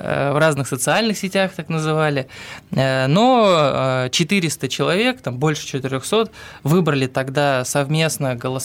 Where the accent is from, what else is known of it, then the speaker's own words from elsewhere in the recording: Kopeysk, Chelyabinsk Oblast, Russia; вырос в Копейске и в такой, ну, небогатой семье, жил в своем доме